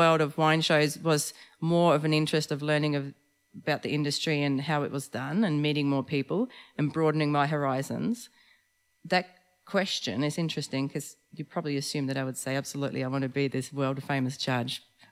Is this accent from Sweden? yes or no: yes; Sweden; moved away as an adult; now in Australia; as you probably can tell, I have a bit of an accent. I wasn't born here and I come from a country pretty far away. I come from Sweden, and in Sweden there's no wine industry. We don't grow grapes. It's cold there, so grapes can't really grow. I came to Australia in 2005